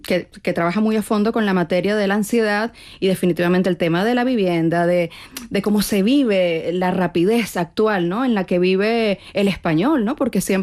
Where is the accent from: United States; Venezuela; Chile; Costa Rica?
Venezuela; Caracas, Capital District; born there; la tierra de las arepas